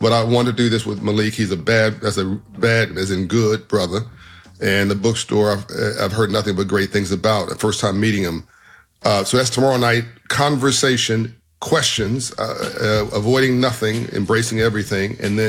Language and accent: English; Los Angeles, California, United States; I grew up in South Central.